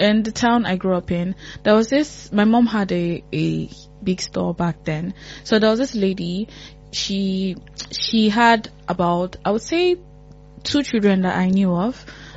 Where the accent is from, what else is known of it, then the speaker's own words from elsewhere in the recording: Nigeria; We are so many in Nigeria alone. We are so many. That's why we are the most populated country in Africa